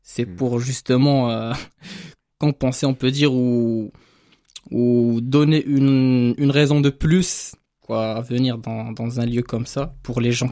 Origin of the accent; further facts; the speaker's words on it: Morocco; moved away as an adult; now in Brest, France; moi, comme je suis marocain